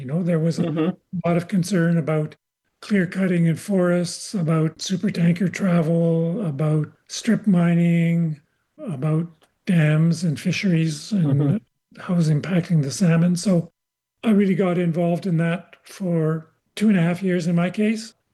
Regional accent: Toronto, Ontario, Canada; moved away as an adult; also born or lived in Regina, Saskatchewan / Vancouver, British Columbia / Okanagan, British Columbia; now in Victoria, Canada; In Victoria. I was born in Regina, grew up in Toronto, lived all my adult life in British Columbia, quite a bit in Vancouver, quite a bit in the interior in the Okanagan, and now Victoria. I live in the backyard of three of my grandchildren.

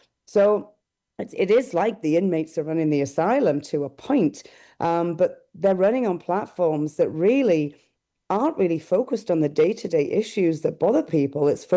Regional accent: Hartlepool, North East England, United Kingdom; now in Saskatoon, Canada; my hometown, Hartlepool, was a big receiver of funds from Europe.

